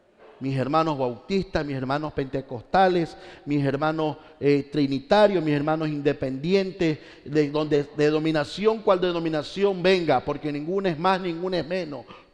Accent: Ecuador; Bendice al Ecuador. Esta es una nación de paz. Esta es una nación tan buena que recibe al extranjero.

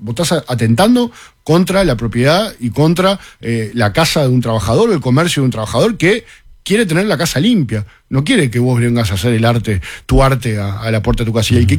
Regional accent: Montevideo, Uruguay; nosotros somos acá de Montevideo

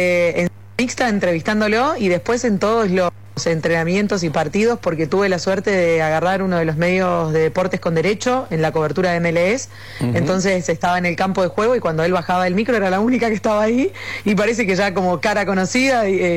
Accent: Argentina; entonces Leo creo que sabe que por lo menos soy argentina

